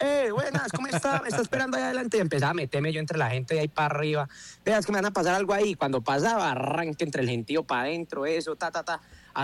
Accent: Dosquebradas, Risaralda, Colombia; yo vengo de Dos Quebradas, yo vivo ahí en La Macarena

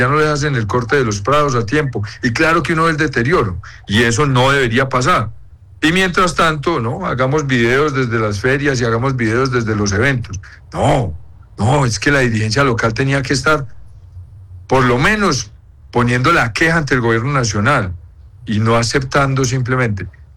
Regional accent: Eje Cafetero, Colombia; como colombiano, y menos como como miembro de la sociedad del Eje Cafetero

